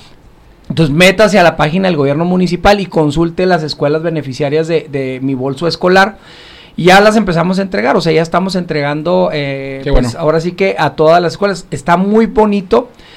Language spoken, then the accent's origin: Spanish; Mexico; Y todos somos mexicanas y mexicanos.